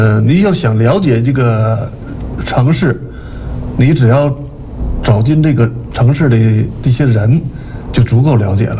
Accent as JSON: {"language": "Chinese", "town": "Jinzhou", "region": "Liaoning", "country": "China", "tie": "born or raised there", "said": "然后还有一个，就是因为自己是土生土长的锦州人嘛，那是我们老家离现在的锦州城区也就十几公里，开车现在也就是10分钟或者10多分钟就能到"}